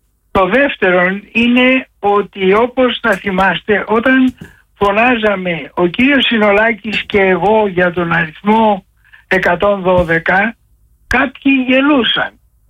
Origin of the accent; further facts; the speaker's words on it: Egypt; στην πατρίδα μου την Αίγυπτο